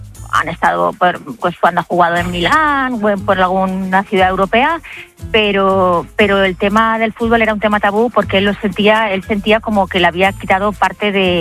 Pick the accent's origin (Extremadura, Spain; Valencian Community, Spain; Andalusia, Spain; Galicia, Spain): Valencian Community, Spain; Mi marido es donostiarra, uh-huh, y yo soy valenciana.